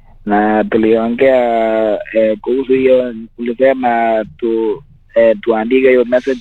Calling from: Bomet County, Kenya; Mimi natoka Bomet County.

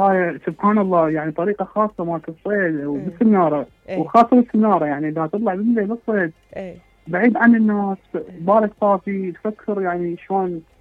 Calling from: Nasiriyah, Dhi Qar, Iraq; انا الناصريه.

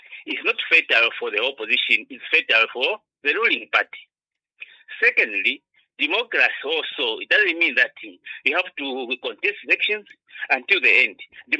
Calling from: Lusaka, Lusaka Province, Zambia; I'm calling you here in Lusaka, sir.

